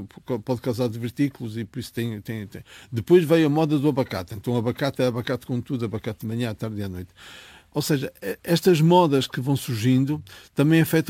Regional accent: Portugal

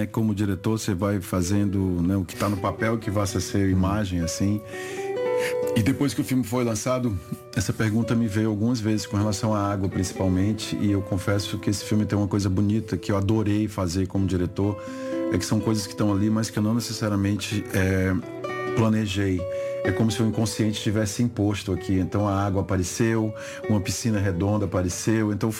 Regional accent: Brazil; Acho que como brasileiro a gente tem uma coisa, a gente é meio otimista patológico, né?

